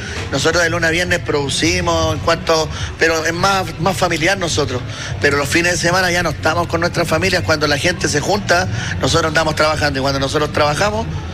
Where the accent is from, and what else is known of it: Chile